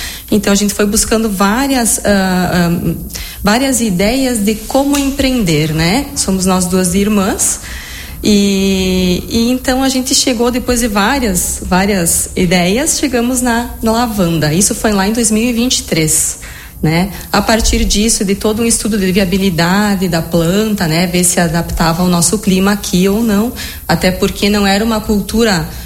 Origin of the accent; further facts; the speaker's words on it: Vila Maria, Rio Grande do Sul, Brazil; Então, a gente nasceu em Vila Maria, se criou nessa propriedade rural, né? Trabalhou junto com os nossos pais, toda a nossa infância, né? Então, a gente se criou nesse local